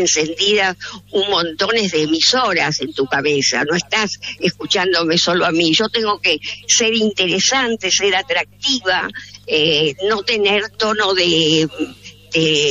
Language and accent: Spanish; Buenos Aires, Argentina; Soy típica porteña que habla rápido.